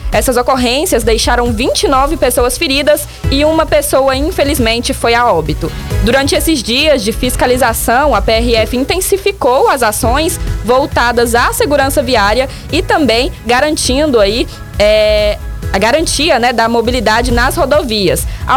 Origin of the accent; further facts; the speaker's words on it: Porangatu, Goiás, Brazil; Sou natural de Porangatu